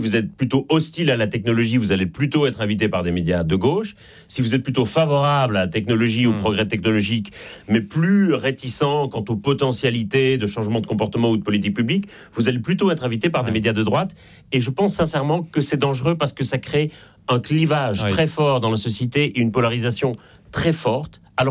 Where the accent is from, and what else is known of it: Belgium; now in Paris, France